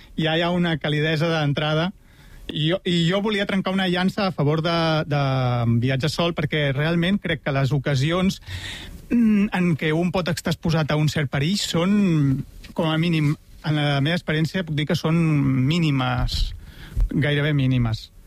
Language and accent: Catalan; Barcelona, Catalonia, Spain; I he vist que quan respon, pues, soc de Barcelona o soc d'Espanya, sempre, indefectiblement, hi ha molt bona acollida entre la gent.